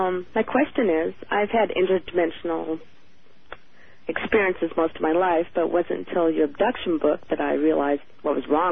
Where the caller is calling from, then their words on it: Kent, Washington, United States; I'm from Kent, Washington.